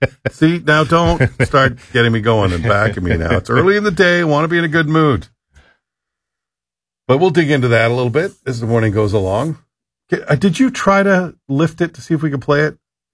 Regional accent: Canada; I hated everything about it as a Canadian.

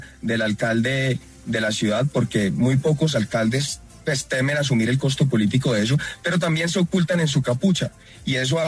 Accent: Cali, Valle del Cauca, Colombia; yo soy de Cali

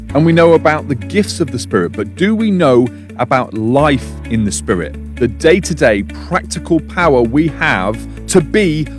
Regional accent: Manchester, North West England, United Kingdom; born there; also born or lived in Shropshire; I was brought up going to church, but my main experience of the Holy Spirit that I remember was when I was age 10, when we moved from Shropshire to Manchester.

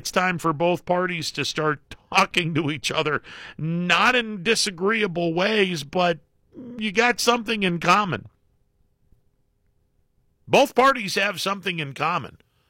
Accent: Youngstown, Ohio, United States; I grew up in the Youngstown area.

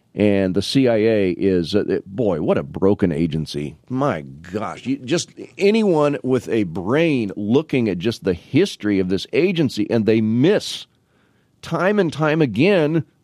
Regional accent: Canton, United States; Canton is my hometown, as many of you know

